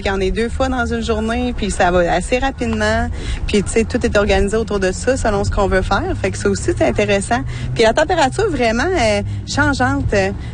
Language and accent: French; Quebec City, Quebec, Canada